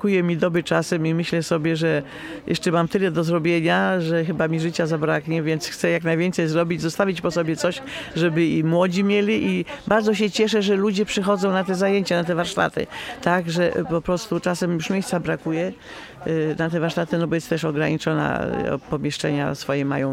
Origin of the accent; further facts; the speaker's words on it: Masovian Voivodeship, Poland; born there; now in Urzecze, Poland; Ja się czuję i powiślanką, i urzeczanką. Bo ja się tam w tym rejonie, gdzie ja się urodziłam, czyli w okolicy Maciejowic, to jest Powiśle. Tutaj już jest z tej strony jest Urzecze, więc ja mam powiedzmy i to, tak? Jestem urzeczanką, czuję się tu, bo tu mieszkam 55 lat na Urzeczu